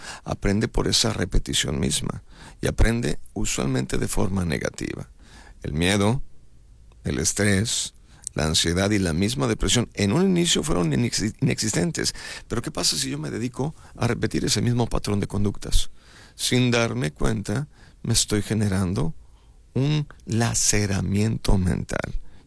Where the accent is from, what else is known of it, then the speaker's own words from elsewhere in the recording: Mexico; Yo sigo creyendo que el sinaloense, como el sonorense, como el mexicano, somos personas resilientes.